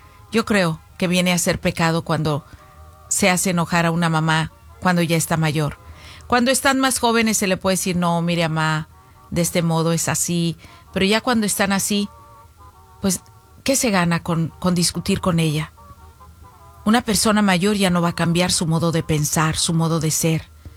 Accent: Zacualco de Torres, Jalisco, Mexico; moved away; cuando yo estaba allá en mi pueblo en Zacualco de Torres, Jalisco.

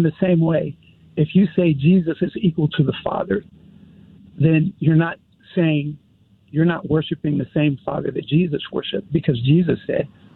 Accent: New York, United States; born there; I was born in New York.

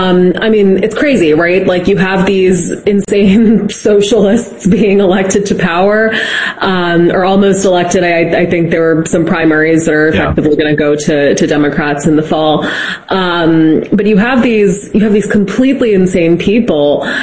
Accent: Massachusetts, United States; I mean, I'm from Massachusetts, which actually does have very good scho

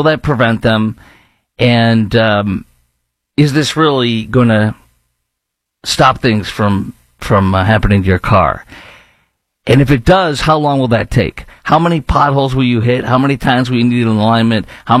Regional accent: Chicago, Illinois, United States; now in Dallas-Fort Worth, United States; but I live in Dallas-Fort Worth, I am from Chicago, and I've seen a lot of bad frickin' roads

